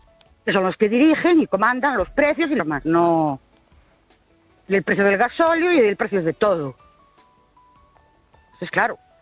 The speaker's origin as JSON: {"language": "Spanish", "town": "Ourense", "region": "Galicia", "country": "Spain", "said": "Buenas noches … de Ourense."}